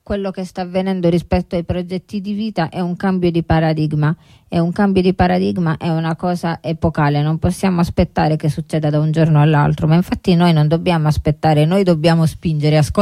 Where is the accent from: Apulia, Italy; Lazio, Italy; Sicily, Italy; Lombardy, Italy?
Apulia, Italy; io sono di origine, sono pugliese, quindi penso che in Puglia non si sia neanche mai arrivati a concettualizzare il decreto 162